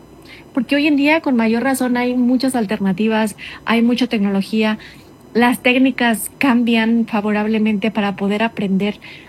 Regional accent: Mexico; now in Denver, United States; como mexicanos estamos para apoyarnos unos a los otros

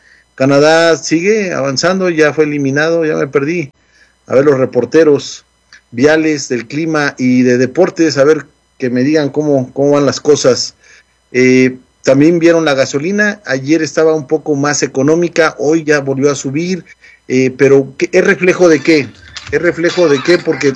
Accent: Morelos, Mexico; moved away; en la población de donde soy nativo, Teutepec, Morelos

